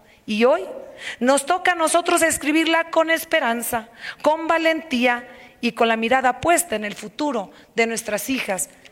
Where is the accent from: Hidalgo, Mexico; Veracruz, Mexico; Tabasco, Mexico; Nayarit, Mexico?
Nayarit, Mexico; La Manga; Soy orgullosamente de la Sierra de Nayarit, de una comunidad de menos de 200 habitantes llamada La Manga en el municipio de La Yesca, que hasta hace 15 años no contábamos con luz eléctrica y para poder llegar de la capital hacíamos 12 horas de camino de terracería.